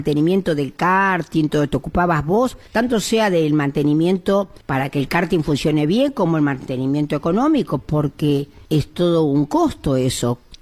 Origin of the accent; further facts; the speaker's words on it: Argentina; yo soy del interior